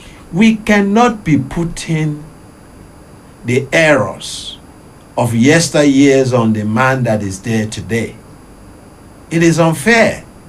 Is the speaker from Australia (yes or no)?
no; Nigeria; I'm talking now as a Nigerian citizen.